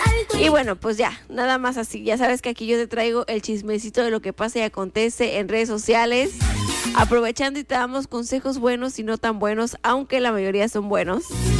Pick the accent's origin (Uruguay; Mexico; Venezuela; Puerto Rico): Mexico; Porque somos más mexicanos que el nopal, claro que por supuesto que sí.